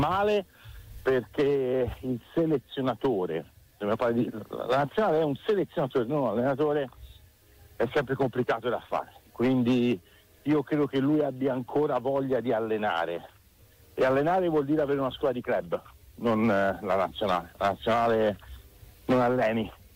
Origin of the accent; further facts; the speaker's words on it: Livorno, Tuscany, Italy; Ma guarda, da livornese a livornese gli direi Max, non lo fare